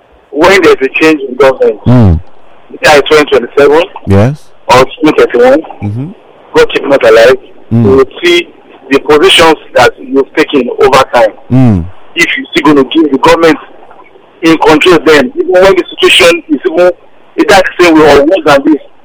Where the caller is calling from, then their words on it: Oba, Nigeria; I'm calling from Oba.